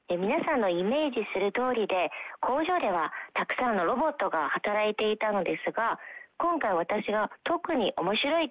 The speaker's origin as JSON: {"language": "Japanese", "region": "Anhui", "country": "China", "tie": "born or raised there", "second_language": "Japanese", "moved": "yes", "said": "私は安徽省の武功という町の出身です。"}